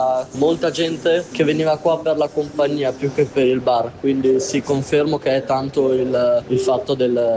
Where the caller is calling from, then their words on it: Domegliara, Veneto, Italy; vengo da Domegliara